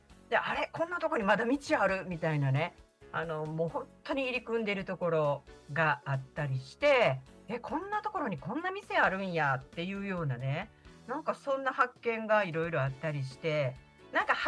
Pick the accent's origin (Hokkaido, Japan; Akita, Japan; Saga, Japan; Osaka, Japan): Osaka, Japan; moved away as an adult; now in Kyoto, Japan; 私ね、大阪で生まれて大阪で育って、今京都に住んでるんですけどね